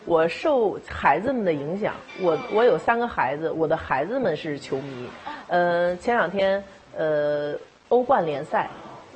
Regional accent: Jiangsu, China; now in Jinzhou, China; 我作为一个江苏人，在锦州开烧烤店，我想我一定要回馈家乡，义不容辞

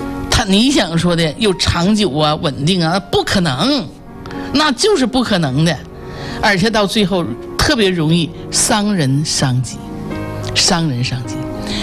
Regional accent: Jinzhou, Liaoning, China; accent: Jinzhou; 我说话呢就锦州口音是比较重的

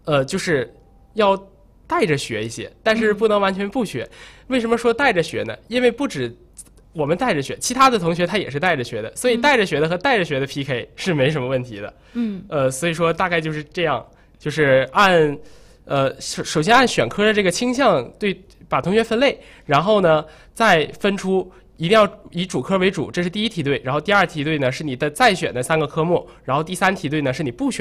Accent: China; first language Chinese; 因为我们是中国人嘛，这个语文它不仅是一个学科，也是我们的中文汉语也是我们的母语

